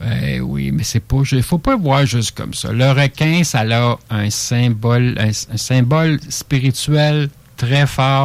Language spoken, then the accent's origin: French; Quebec, Canada; chez nous, au Québec.